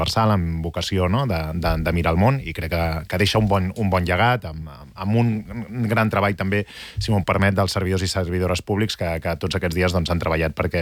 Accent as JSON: {"language": "Catalan", "region": "Catalonia", "country": "Spain", "said": "crec que ha sigut una setmana on s'han expressat valors que també són reflexa de què som com a societat catalana."}